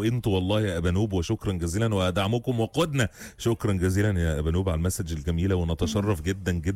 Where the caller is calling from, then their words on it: Riyadh, Riyadh Province, Saudi Arabia; مساء الخير، بسمعكم انا وجوزي من الرياض، محشورين في الزحمه.